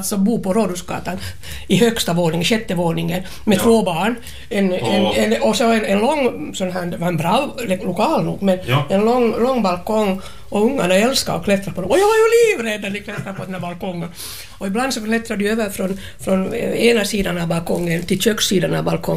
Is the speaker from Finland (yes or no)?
yes; Espoo, Uusimaa, Finland; moved away as an adult; now in Karis, Finland; Jag var hemma från Esbo.